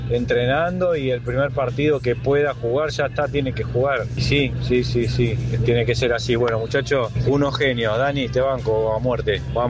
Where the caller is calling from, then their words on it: Mar del Plata, Buenos Aires Province, Argentina; de Mar del Plata.